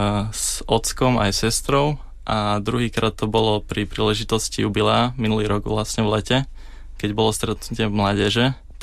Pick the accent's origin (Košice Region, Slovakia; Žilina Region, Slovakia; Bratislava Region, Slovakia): Košice Region, Slovakia; Michalovce; moved away as an adult; now in Košice, Slovakia; Pochádzam z Michaloviec, študujem v Košiciach aktuálne, mám 20 rokov, 21 teda, teraz som mal v júni, ešte som si nezvykol hovoriť o tom veku, takže 21